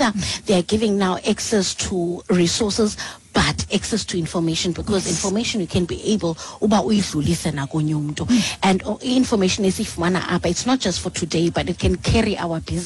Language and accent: English; Eastern Cape, South Africa; we're from the Eastern Cape